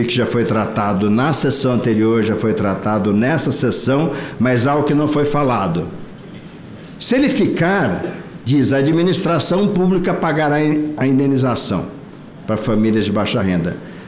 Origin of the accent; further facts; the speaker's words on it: Presidente Prudente, São Paulo, Brazil; mesmo dentro do meu estado de São Paulo, Mogi das Cruzes é uma região, Presidente Prudente de onde eu venho é outra